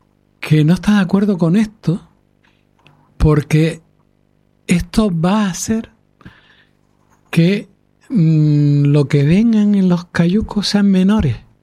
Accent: Canary Islands, Spain; No solo los canarios emigramos a Sudamérica y también a Alemania en otros momentos.

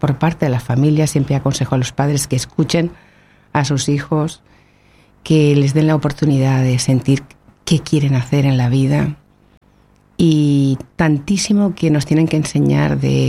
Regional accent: Valencia, Valencian Community, Spain; now in Canary Islands, Spain

